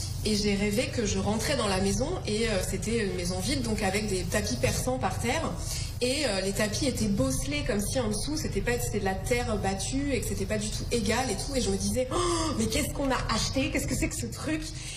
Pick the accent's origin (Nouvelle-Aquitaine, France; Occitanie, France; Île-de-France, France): Île-de-France, France; Chevreuse Valley; moved away as an adult; also born or lived in Paris; now in Creuse, France; moi je suis née à Paris, mais j'ai vécu toute mon enfance en Essonne, dans la vallée de Chevreuse, qui est un endroit qui est très herbé, très naturel, et il y a beaucoup de forêts